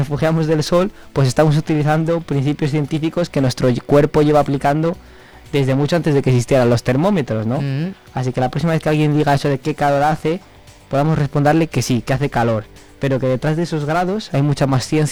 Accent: Arcos de la Polvorosa, Castile and León, Spain; Pues mi pueblo tiene una historia muy bonita. Se llama Arcos de la Polvorosa.

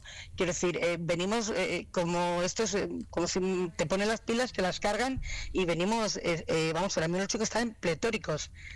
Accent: Cuenca, Castilla-La Mancha, Spain; moved away as an adult; now in Segovia, Spain; yo no soy de Segovia, llevo 14 años en Segovia, sí. Yo soy Cuenca, pero como segoviana

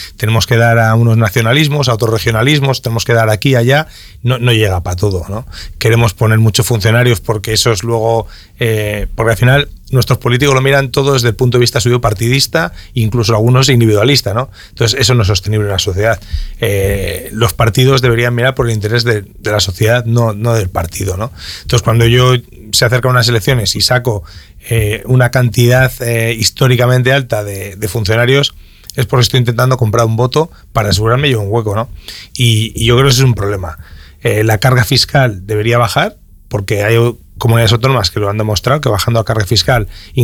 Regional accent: Palencia, Castile and León, Spain; now in Burgos, Spain; yo no soy natural de Burgos, soy de Palencia, tengo familia casi toda fuera de Burgos

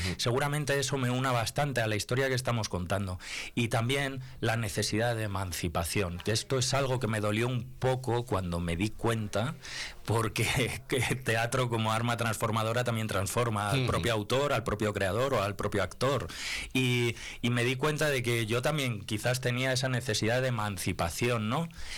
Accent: Palencia, Castile and León, Spain; la directora de casting va a saber que soy de Palencia con P antes de que empiece la separata. Bueno, pues venir a Palencia es el triple de gratificante para mí que cualquier otra plaza.

